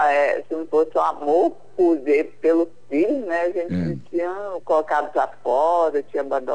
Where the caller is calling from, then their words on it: Cachoeiro de Itapemirim, Espírito Santo, Brazil; Cachoeira de Itapemirim, Espírito Santo